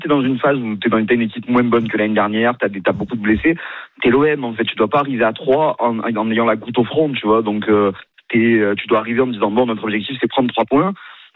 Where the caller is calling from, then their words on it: Toulouse, Occitanie, France; ça fait 4 ans que j'y vis